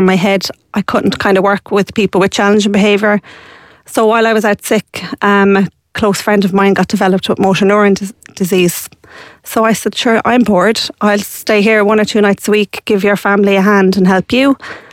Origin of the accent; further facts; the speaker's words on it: Shannon, County Clare, Ireland; So my godchild did a GoFundMe in my hometown of Shannon in County Clare, and I raised 24,000, I think, in 2 days.